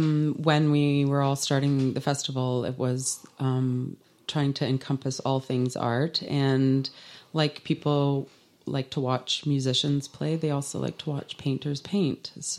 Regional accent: Ontario, Canada; now in Wells, Canada; when I came from Ontario to Wells and met Little Fowler and Mr. Crawford

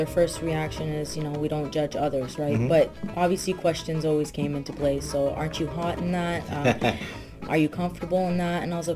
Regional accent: Windsor, Ontario, Canada; born there; English is a second language; since we were moving so much in Windsor, because one house, obviously, we were renting, we had to move out, right?

